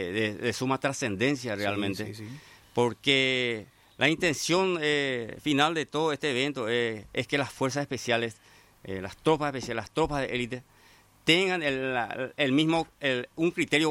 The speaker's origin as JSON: {"language": "Spanish", "country": "Paraguay", "said": "Yo soy coordinador, pero también soy paraguayo."}